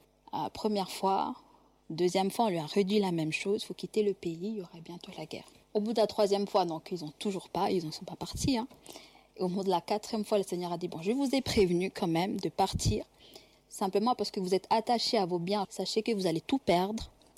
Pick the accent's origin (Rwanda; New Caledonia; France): Rwanda; Western Province; born there; Je suis née au Rwanda, dans la région de Kangugu. Nous étions anciennement catholiques.